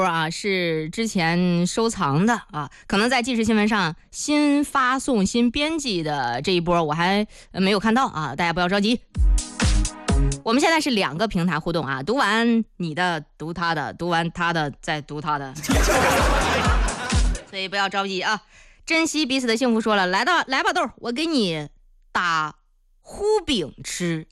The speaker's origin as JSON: {"language": "Chinese", "town": "Zhengding", "region": "Hebei", "country": "China", "said": "咱也别太意外，这是我们正定的一句方言，就是也别太那个了。然后晚上咱再吃个咱最爱吃的那板面，豪华版的，你说这样行吗？咱俩老乡，咱俩老乡"}